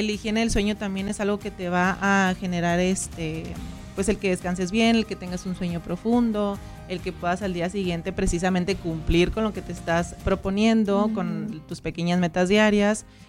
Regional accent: Camargo, Mexico; Porque viajé, uh-huh, soy originaria de Camargo, entonces, okay, vengo de allá, vengo de carretera.

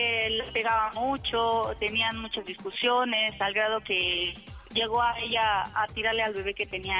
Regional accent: Mexico City, Mexico; born there; moved away as an adult; now in Valtierrilla, Mexico; Yo nací en la Ciudad de México

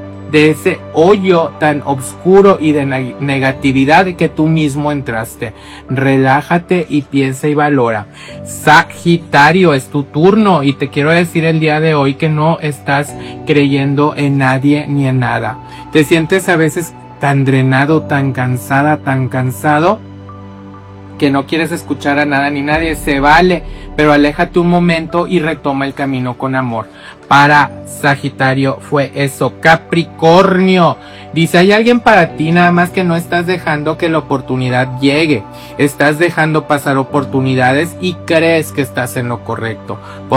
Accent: northern Mexico, Mexico; y soy muy norteña, ¿verdad?

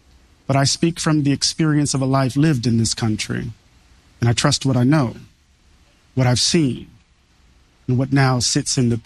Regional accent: Mississippi, United States; Maybe it's because I'm from Mississippi.

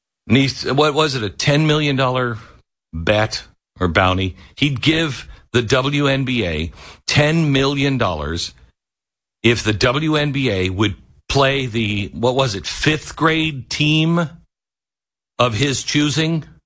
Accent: Florida, United States; now in Idaho, United States; people would say, where are you from? And I'd say, Florida. Or I'd say, we live in Idaho or whatever.

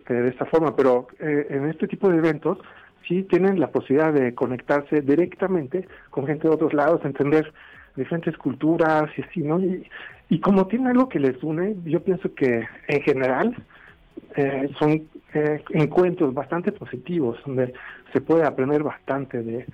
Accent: Sweden; now in Mexico; yo soy de Suecia originalmente

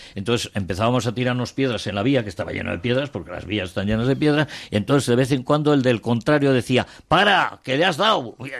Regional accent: Burgos, Castile and León, Spain; yo nazco en un barrio de Burgos, además en aquel entonces se nacía en casa, en Burgos también

